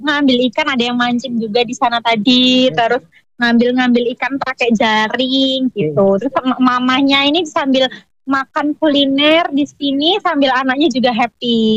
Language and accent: Indonesian; Yogyakarta, Special Region of Yogyakarta, Indonesia; Kita dari Jogja, ini tadi habis dari kerja